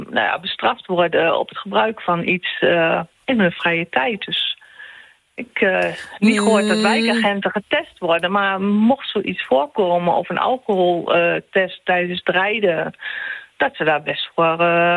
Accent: Enschede, Overijssel, Netherlands; moved away as an adult; Ik ben geboren en getogen in Enschede. Ik ben daar op mijn 19e weggegaan. Ik ben via heel veel plaatsen in Nederland ben ik 4 jaar geleden teruggekomen.

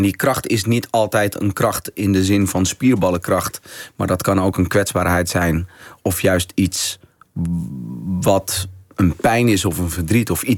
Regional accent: De Rijp, North Holland, Netherlands; born there; ja, ja, ik ben geboren in Noordeinde, het Rijp.

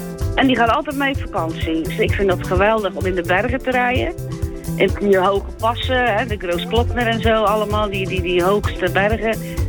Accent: Dordrecht, South Holland, Netherlands; ik ben een Dordtenaar.

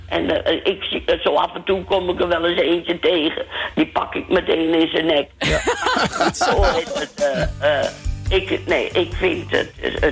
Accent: Muiden, North Holland, Netherlands; Nou, niet van de Volendam, maar wel van de Muiden.

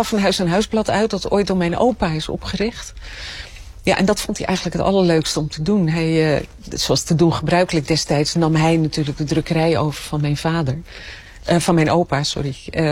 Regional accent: Egmond, North Holland, Netherlands; born there; moved away as an adult; En in het weekend ging ik terug naar Egmond, mijn geboorteplaats.

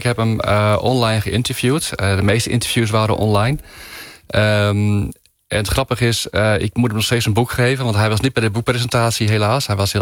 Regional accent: Netherlands; Wij als Nederlanders hebben daar toch behoefte aan.

